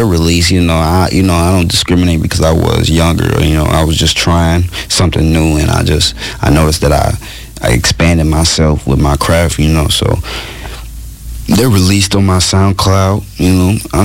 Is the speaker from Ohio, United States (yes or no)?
no; St. Paul, Minnesota, United States; that's where I was raised at. You know, moved, you know, to Minneapolis during high school. But, you know, I'm always from St. Paul, you know.